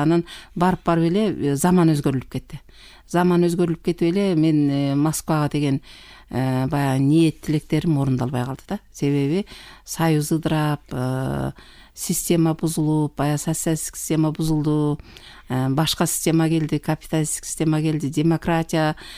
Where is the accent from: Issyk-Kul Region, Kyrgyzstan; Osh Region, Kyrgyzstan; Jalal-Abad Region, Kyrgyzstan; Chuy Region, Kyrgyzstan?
Jalal-Abad Region, Kyrgyzstan; Kairma; Мен Жалал Абад областынын Базар Корон районунун Акман айыл аймагында Кайрма деген айыл бар. Ошол жерде туулуп өскөм.